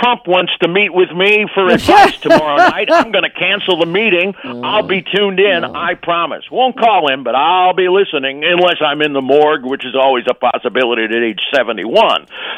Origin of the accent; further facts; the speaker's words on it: St. Louis, Missouri, United States; growing up in St. Louis, I never got to hear his show